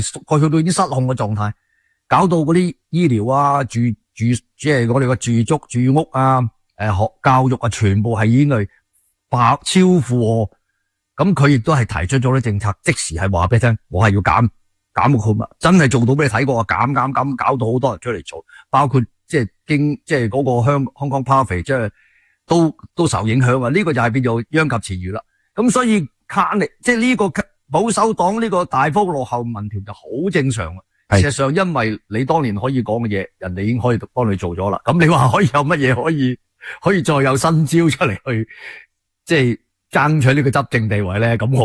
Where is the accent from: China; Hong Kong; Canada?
Canada; 我哋加拿大人